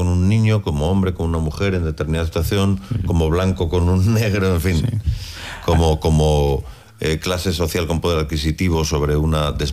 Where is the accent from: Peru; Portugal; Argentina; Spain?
Spain; Madrid, Community of Madrid; una cosa a la que estar atentos como ciudadanos... y como madrileños en esta visita del Papa